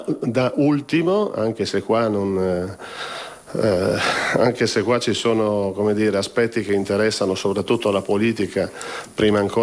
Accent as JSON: {"language": "Italian", "town": "Trieste", "region": "Friuli-Venezia Giulia", "country": "Italy", "said": "io tra l'altro vengo da Trieste, quindi sono paesi che ho vicino e conosco"}